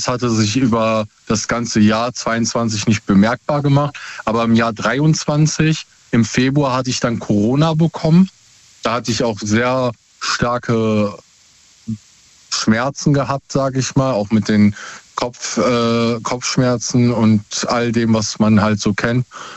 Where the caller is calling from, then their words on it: Essen, North Rhine-Westphalia, Germany; Aus Essen.